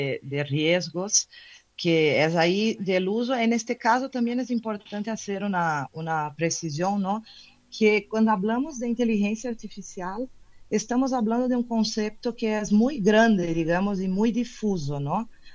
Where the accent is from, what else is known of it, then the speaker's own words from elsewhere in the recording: Brazil; now in Mexico; Desde México, y yo soy de Brasil, ¿no? Originalmente